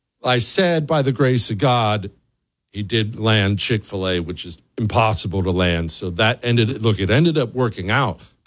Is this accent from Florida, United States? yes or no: no; Bozeman, Montana, United States; I grew up in Bozeman, which was small back then. It's way bigger now and kind of got ruined, but small back then.